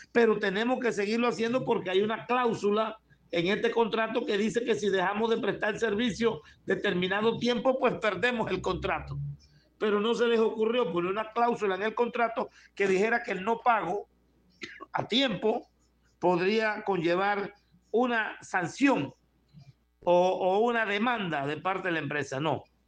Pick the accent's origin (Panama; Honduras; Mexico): Panama; somos seres humanos y somos panameños.